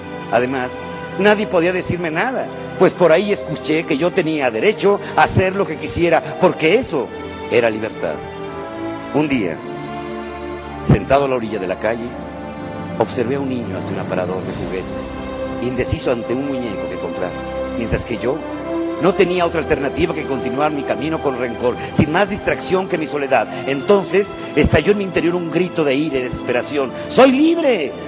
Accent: Mexico; Yo no soy de México. Yo soy México.

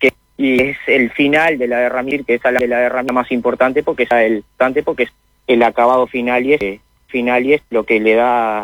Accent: San Carlos, Maldonado, Uruguay; moved away as an adult; now in José Ignacio, Uruguay; Soy de San Carlos de Maldonado, pero temas laborales, 4 años y medio que estamos en Ignacio.

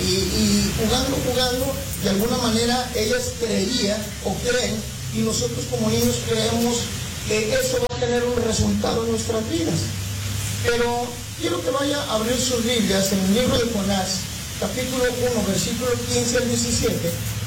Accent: Yucatán, Mexico; porque estábamos hablando como yucatecos ahí, bueno, más yo, el pastor.

